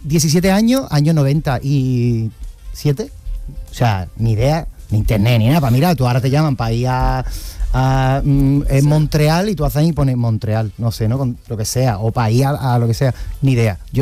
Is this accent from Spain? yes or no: yes; Cádiz, Andalusia, Spain; nosotros somos de Cádiz, y entonces, no, en Cádiz no nos nos tocaba